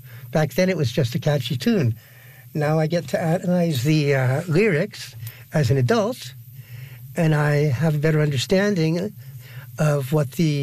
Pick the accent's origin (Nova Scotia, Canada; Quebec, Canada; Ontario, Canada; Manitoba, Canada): Quebec, Canada; Montreal; I was born in Montreal in 1967. I grew up in Côte-des-Neiges.